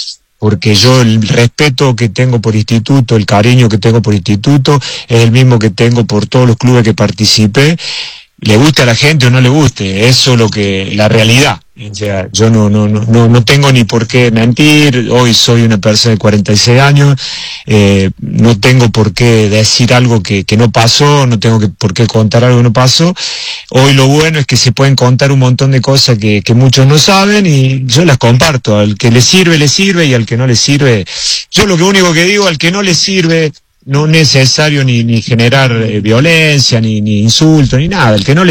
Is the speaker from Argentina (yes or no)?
yes; Córdoba, Argentina; yo elegí en vez de quedarme 2 años sin jugar, teniendo 17 años, volverme a Córdoba